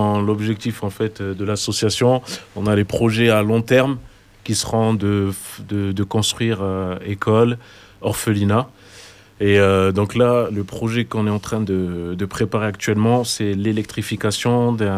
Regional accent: Mérignac, Nouvelle-Aquitaine, France; On est des jeunes ici de Mérignac.

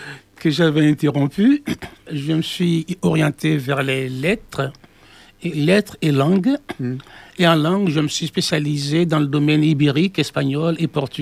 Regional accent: Haiti; now in Bordeaux, France; Voilà, je suis donc originaire de Haïti.

